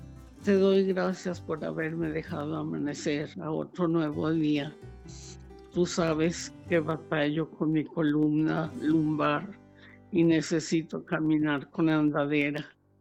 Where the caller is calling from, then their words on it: Aguascalientes, Mexico; de Aguascalientes.